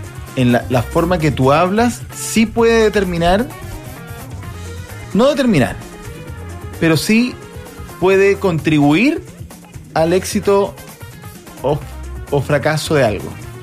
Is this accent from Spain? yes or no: no; Chile